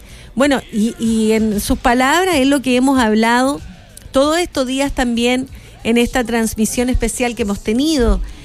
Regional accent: north, Chile; Estructuralmente no estamos preparados, somos el norte de Chile

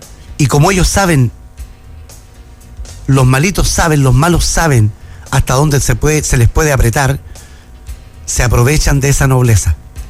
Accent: Chile; Estoy hablando como chileno.

